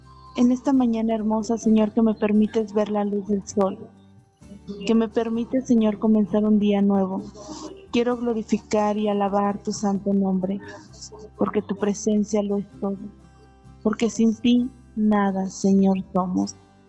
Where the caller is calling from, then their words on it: Pachuca, Hidalgo, Mexico; de Pachuca.